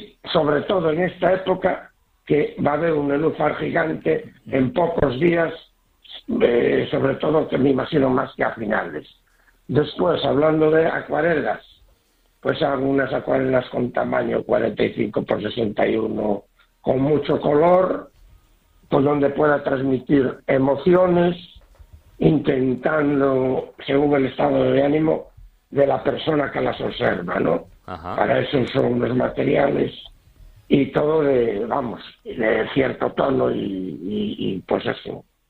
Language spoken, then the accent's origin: Spanish; Vigo, Galicia, Spain; yo no lo conocí, soy de Vigo, yo no lo conocí, soy de Vigo.